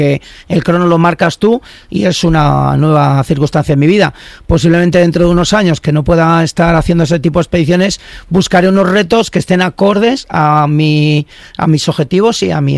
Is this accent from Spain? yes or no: yes; Íscar, Castile and León, Spain; Soy castellano y ahí nos hacemos duros.